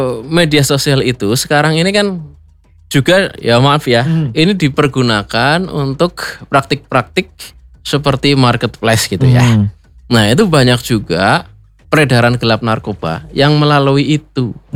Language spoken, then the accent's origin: Indonesian; Java, Indonesia; kalau kita orang Jawa mengatakan